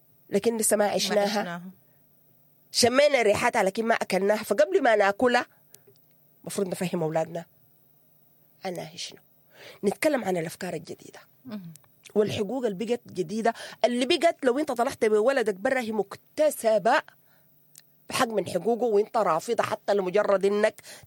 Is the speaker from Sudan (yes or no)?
yes; Sudan; نحن سودانيين